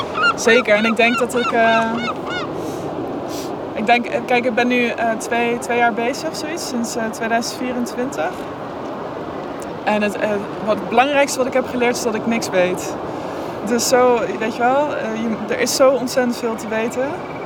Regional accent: Zevenaar, Gelderland, Netherlands; born there; Waar ik ben geboren, bij Arnhem, bij Zevenaar... daar is juist, zeg maar, alles super heftig gekanaliseerd. omdat die rivier eindeloze meanderingen maakt. Want het is gewoon bijna bij de grens van Duitsland. Het is precies waar de Fen, zeg maar, begint.

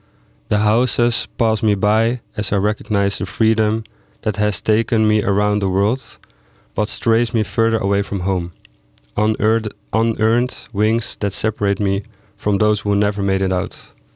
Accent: Palestine; now in Amsterdam, Netherlands; It would take me 46 hours to drive from Amsterdam to what would be my hometown in Palestine.

